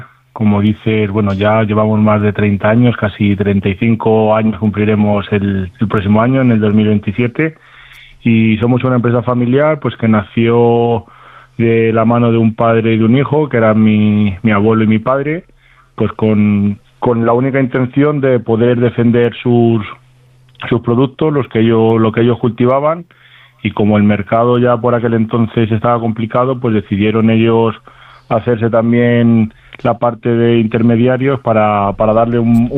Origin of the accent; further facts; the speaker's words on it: Castile and León, Spain; Somos de Salamanca, de un pueblo pequeñito que se llama Nueva Matos